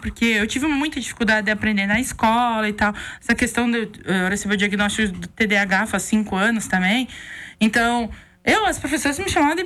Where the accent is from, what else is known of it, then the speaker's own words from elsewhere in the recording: Brazil; Eu disse, sou do Brasil